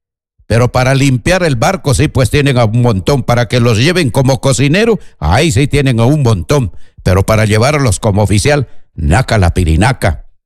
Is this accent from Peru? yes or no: yes; Peru; como decíamos en nuestro país